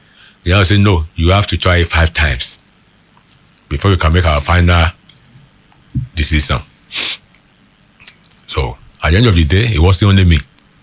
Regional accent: Nigeria; moved away; also born or lived in New York; I'm from Nigeria

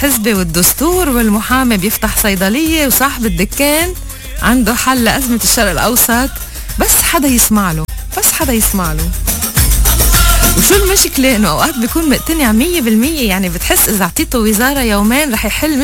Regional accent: Lebanon; للأسف نحن كلبنانية عنا شغلة كتير عظيمة، بنعطي رأينا قبل ما نفهم شو عم يسألونا أساسا.

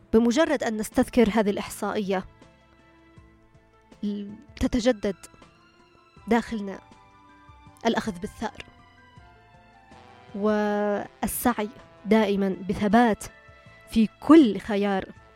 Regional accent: Yemen; ما نقدر نقول نحن نخرج من اليمن ونبصر لنا أرض ثانية

